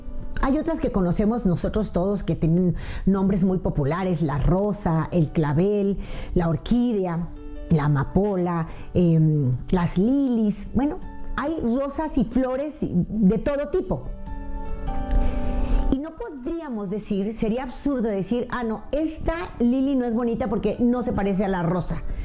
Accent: Mexico; Yo recuerdo mucho, no sé si sabes la historia, en mi país, México, cuando empezó a verse la televisión

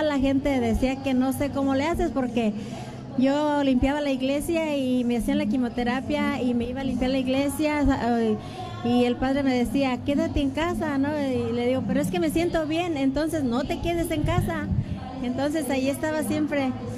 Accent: Michoacán, Mexico; Ya soy de Michoacán, imagínese.

